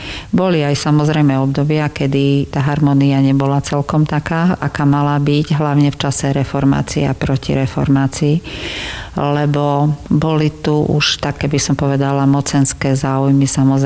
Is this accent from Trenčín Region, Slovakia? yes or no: no; Štrba, Prešov Region, Slovakia; moved away as an adult; now in Poprad, Slovakia; ja pochádzam zo Štrby a Štrba bola obec, ktorá patrila až do roku 1960 pod Liptov.